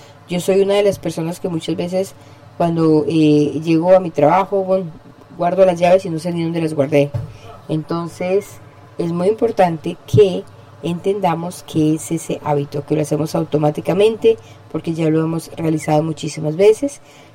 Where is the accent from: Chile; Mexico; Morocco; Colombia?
Colombia; moved away; mi tierra después de 19 años sin venir a visitarla